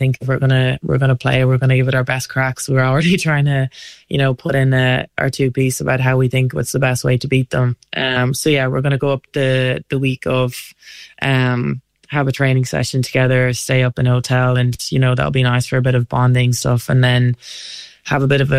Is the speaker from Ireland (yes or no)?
yes; Ireland